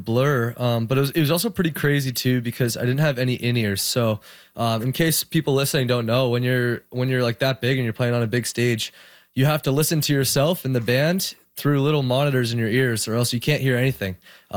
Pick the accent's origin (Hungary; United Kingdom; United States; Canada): Canada; Toronto, Ontario; the Niagara area where I'm from Toronto.